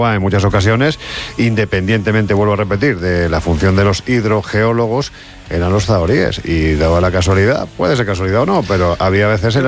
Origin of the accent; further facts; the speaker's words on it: Jaén, Andalusia, Spain; sabéis que soy de Jaén y es muy habitual cuando te metes en zonas de sierra, muy llamativo ver cómo hay carteles diciendo cuidado, que esto es paso del lince